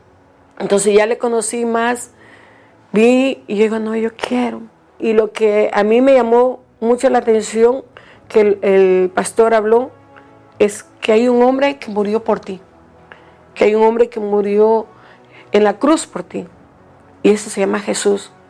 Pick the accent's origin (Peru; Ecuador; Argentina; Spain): Ecuador; Galápagos; ahí sí fui ya para mi tierra, para Galápagos